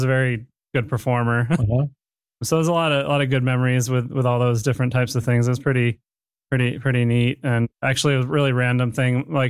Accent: Massachusetts, United States; we have the pastor that I grew up with near Springfield.

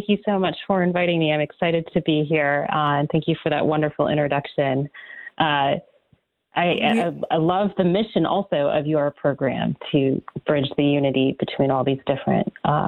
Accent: Northbrook, Illinois, United States; born there; I was born in the Chicago area in a suburb called Northbrook, Illinois. It's a northwest suburb of Chicago. And at that time I was born, you know, I'm a 1980s kid

